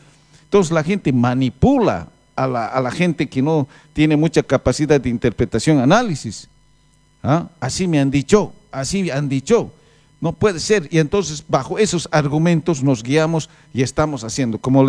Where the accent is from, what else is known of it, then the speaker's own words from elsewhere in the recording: Bolivia; podemos tener esas diferencias como bolivianos